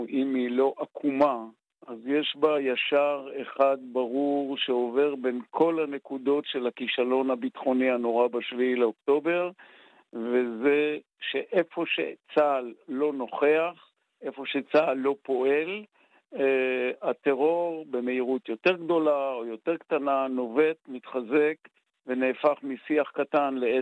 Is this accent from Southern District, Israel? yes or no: no; Ein Gev, Northern District, Israel; born there; תקשיב, אני נולדתי בקיבוץ עין גב. קיבוץ עין גב, בזמן שאני נולדתי, היה הקצה המזרחי של מדינת ישראל, מעלינו סורים, מלפנינו סורים ומאחרינו הכנרת.